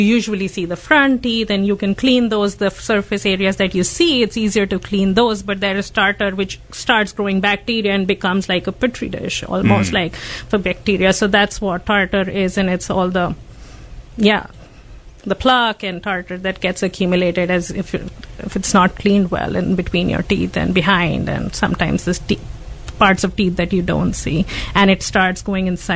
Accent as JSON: {"language": "English", "country": "India", "tie": "born or raised there", "moved": "as an adult", "said": "So I practice dentistry in India. So I grew up in India."}